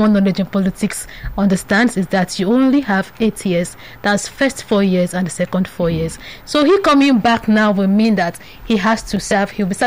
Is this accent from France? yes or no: no; Nigeria; as a Nigerian, I expect him to come back.